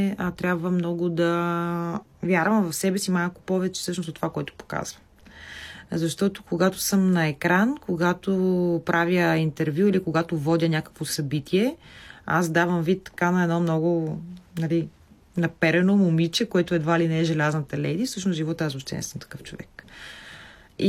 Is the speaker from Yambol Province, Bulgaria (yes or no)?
no; Pernik, Pernik Province, Bulgaria; also born or lived in Sofia; Това е родния град на фестивал Арт Будилник, освен и моя.